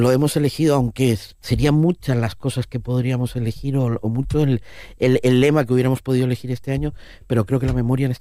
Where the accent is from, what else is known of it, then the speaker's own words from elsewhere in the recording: Cantabria, Spain; y precisamente lo que decía, como soy cántabro puedo decirlo aquí